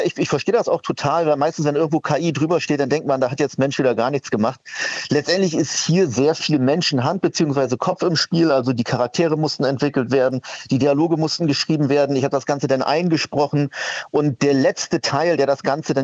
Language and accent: German; Bremen, Germany; now in Berlin, Germany; weil ich bin ja sozusagen Exil-Berliner bzw. Bremer. Ich komme ja aus Bremen ursprünglich und will seit Ewigkeiten auch wieder zurück.